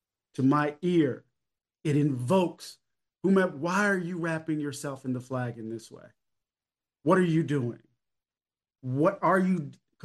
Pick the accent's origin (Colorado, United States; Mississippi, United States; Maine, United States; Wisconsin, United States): Mississippi, United States; I grew up in Mississippi.